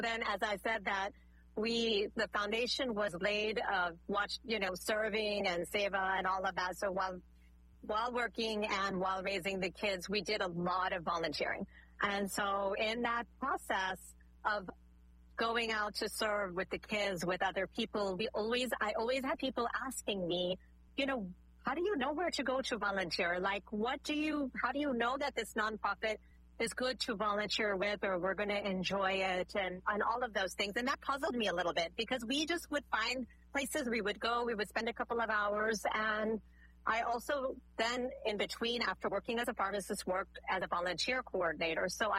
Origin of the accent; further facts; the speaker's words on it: Houston, Texas, United States; also born or lived in Connecticut; I was raised in Houston